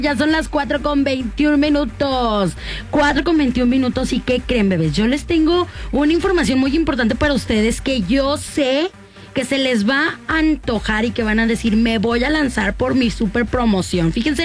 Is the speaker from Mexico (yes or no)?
yes; Altamira, Tamaulipas, Mexico; yo como soy de Altamira, ya les había dicho